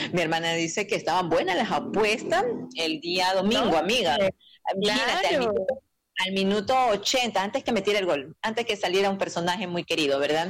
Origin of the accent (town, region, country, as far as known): Ecuador